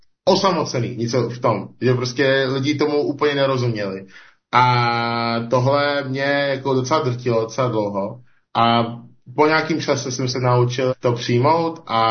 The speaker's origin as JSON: {"language": "Czech", "country": "Nigeria", "second_language": "Czech", "lives_now": "Czech Republic", "said": "jsem z Nigérie a člověk z Nigérie žije v České republice"}